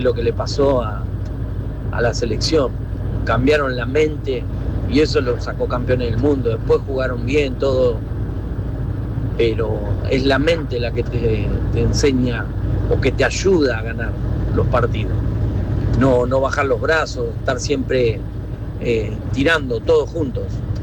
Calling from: Ezeiza, Buenos Aires Province, Argentina; de Seiza, el camionero.

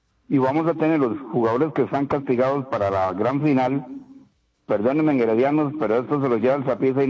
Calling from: San José, Costa Rica; Ah, les llamo de la ciudad satélite, Atillo, San José.

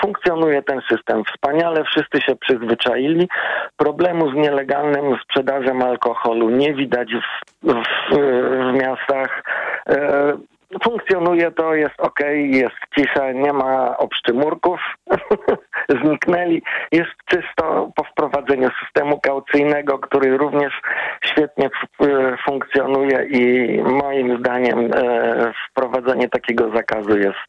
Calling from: Vilnius, Vilnius County, Lithuania; właśnie dzwonię z Wilna.

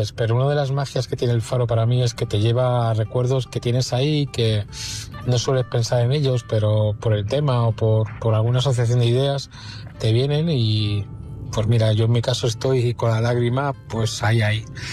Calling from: Madrid, Community of Madrid, Spain; de Madrid.

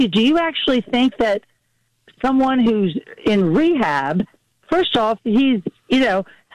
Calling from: Baltimore, Maryland, United States; I'm calling from Ravens Nation in Baltimore.

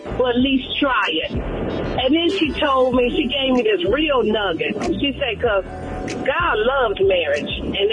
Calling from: Warren, United States; I'm calling from Warren.

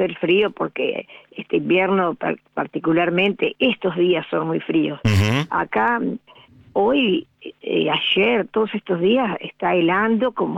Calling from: Rauch, Buenos Aires Province, Argentina; De Rauch. Provincia de Buenos Aires.

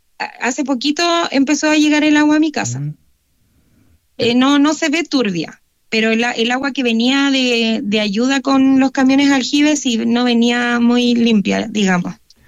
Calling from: Chile; somos los chilenos

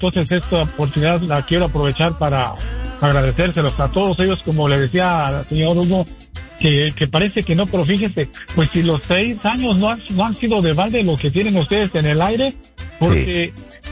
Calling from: Mexico; yo soy mexicano.

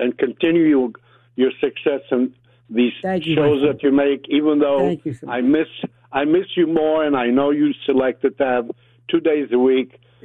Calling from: United States

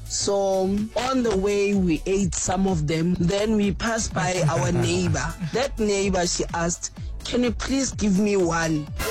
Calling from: Katlehong, Gauteng, South Africa; we're from Katlehong.

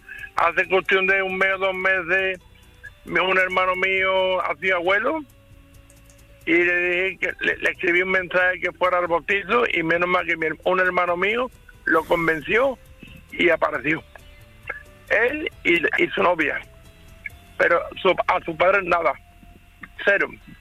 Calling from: Andalusia, Spain; Yo venía de mi pueblo a Coria del Río.

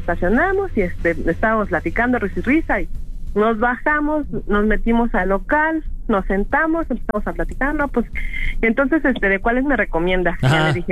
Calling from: Mexico City, Mexico; De aquí, de la Ciudad de México, de la alcaldía Cuauhtémoc.

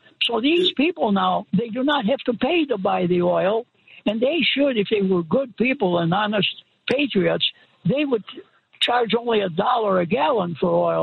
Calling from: Chicago, Illinois, United States; 88 years old, many years a lawyer here in Lincoln Square, and my favorite city, Chicago.

